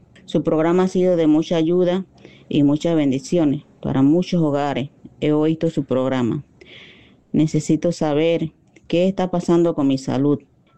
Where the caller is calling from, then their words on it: Colón, Panama; Soy de la Costa Abajo. Actualmente vivo en La Verbena, Colón. … Nací el 18 de noviembre de 68.